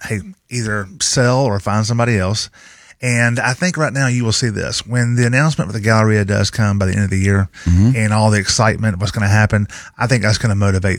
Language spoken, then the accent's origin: English; Roebuck, Alabama, United States; I grew up in Roebuck.